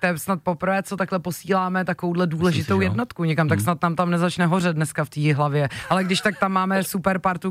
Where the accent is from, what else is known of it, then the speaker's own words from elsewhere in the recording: South Bohemian Region, Czechia; já jsem holka z Jižních Čech